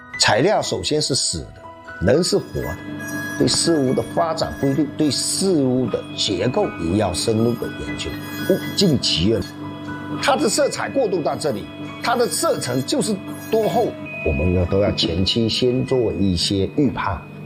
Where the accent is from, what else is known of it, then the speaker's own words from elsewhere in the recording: Fujian, China; 我家旁边又是闽江口，我从小就在水里面嬉戏长大